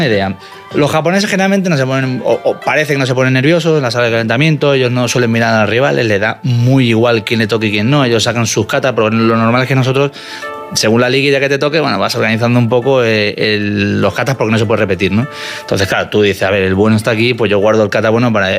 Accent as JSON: {"language": "Spanish", "town": "Málaga", "region": "Andalusia", "country": "Spain", "tie": "born or raised there", "moved": "as an adult", "said": "Yo soy de Málaga, obviamente, estudié el bachillerato en Málaga."}